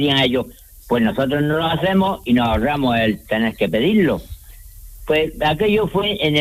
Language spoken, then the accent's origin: Spanish; Montejícar, Andalusia, Spain; born there; moved away as an adult; also born or lived in Valencia; now in Híjar, Las Gabias, Spain; Yo nací en Montejica.